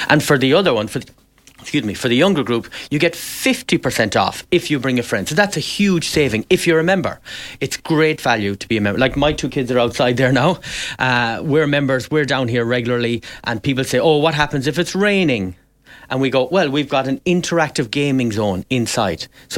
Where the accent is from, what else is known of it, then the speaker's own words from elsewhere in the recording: Westport, Connacht, Ireland; Well, it's a thing generationally. We always, I grew up outside Westport, we always had a family membership.